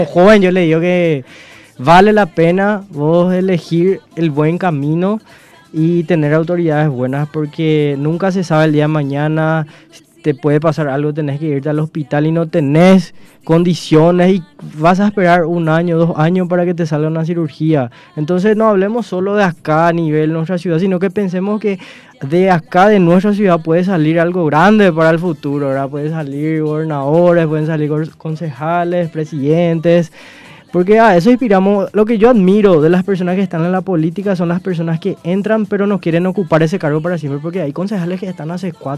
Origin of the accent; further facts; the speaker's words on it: Pedro Juan Caballero, Amambay, Paraguay; Entonces es muy lindo ser pedrojuanino, todos lo decimos, amo mi país, PJC